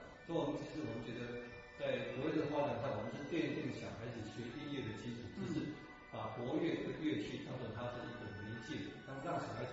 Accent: Kinmen County, Taiwan; 台湾的朋友可能看不到下海的改变，可是我们金门这边从以前站在解决的时候是不能到海边的。

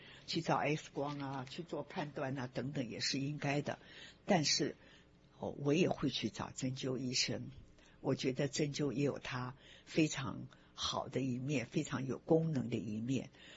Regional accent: Taiwan; now in United States; 因为我在台湾也是出生长大，然后到了美国呢也在这边工作或等等的我一向在台湾我就比较独立了

